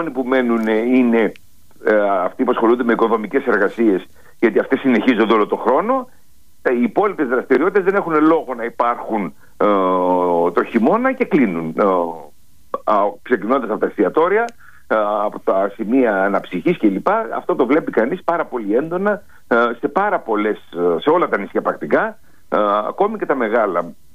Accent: Serifos, South Aegean, Greece; Εγώ κατάγομαι από τη Σέριφο και το έχω βιώσει αυτό.

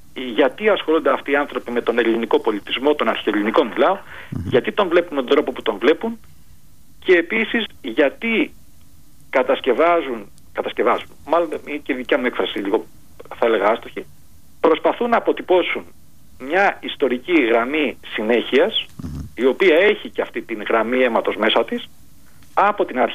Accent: Greece; για εμάς τους Έλληνες

